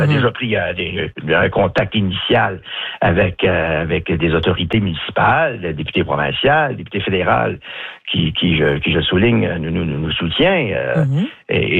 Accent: New Richmond, Quebec, Canada; Écoutez, moi, j'ai grandi à New Richmond face à Belzune.

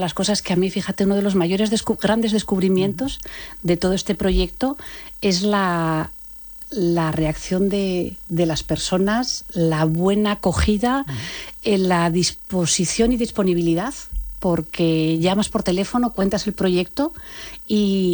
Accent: Oviedo, Asturias, Spain; moved away; Yo soy asturiana, es verdad que bueno, la vida me ha llevado a vivir en otros sitios, Pero bueno, Oviedo es mi ciudad

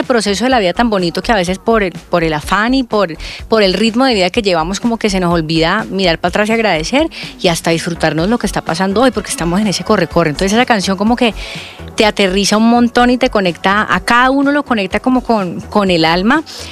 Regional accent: Colombia; Como que cuando estamos fuera de nuestro país, uno valora mucho más todo lo de su país. Y obviamente cuando hacíamos música, la hicimos en Colombia

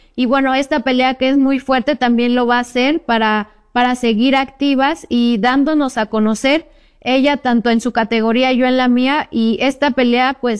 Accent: Mexico; porque soy de la Junta Auxiliar de la Libertad

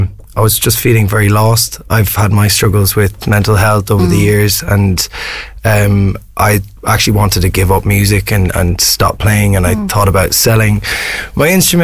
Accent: Mullingar, Westmeath, Ireland; moved away; also born or lived in Germany / United Kingdom; I was living in the UK. So coming back to Ireland, and if I, you know, especially in the Midlands, I'm from Mullingar

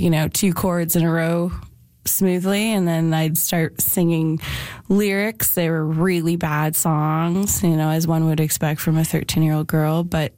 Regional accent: Calgary, Alberta, Canada; I come from Calgary, Alberta

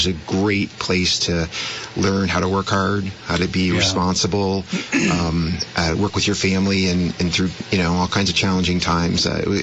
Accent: Leicester, Vermont, United States; I grew up in Leicester, Vermont. My parents owned a general store. I was the oldest of three boys, so in my life I sorted a lot of bottles, pumped a lot of gas, stocked a lot of shelves.

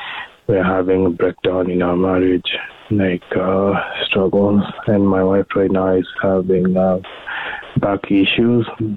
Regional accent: Western, Kenya; moved away; originally from Kenya.

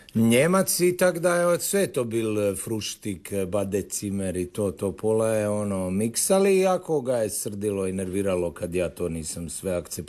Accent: Zagreb, City of Zagreb, Croatia; Zapravo sam rođen u Raketama, znači tu na Savskoj, smo živjeli u garsonjeri, mama, tata, sestra i ja, ali do negdje moje 3., 4. godine

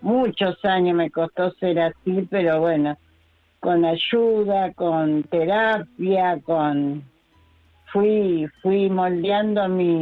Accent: Hurlingham, Buenos Aires Province, Argentina

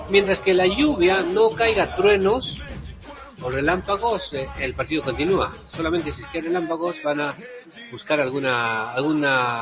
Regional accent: Peru; moved away; somos cuatro peruanos el día de hoy.

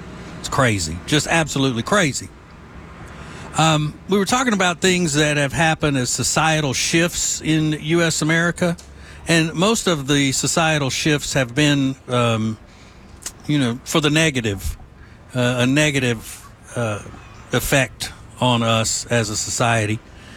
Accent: Louisiana, United States; I am a huge LSU fan because I was raised in Louisiana.

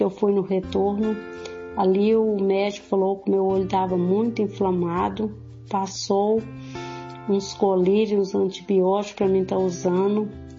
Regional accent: Lagamar, Minas Gerais, Brazil; sou da cidade de Lagamar.

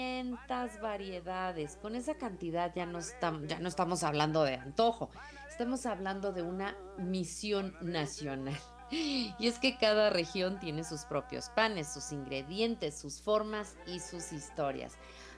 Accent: Mexico; como buena mexicana, amo el pan dulce.

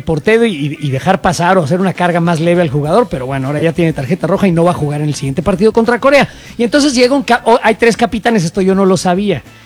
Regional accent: Mexico; tú mencionaste el asunto de que estamos todos unidos para el fútbol, sin duda, como mexicanos

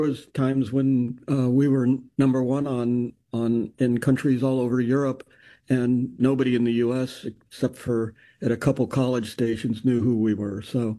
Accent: Akron, Ohio, United States; We were from an industrial, it was the rubber capital of the world at the time when we grew up in Akron, Ohio.

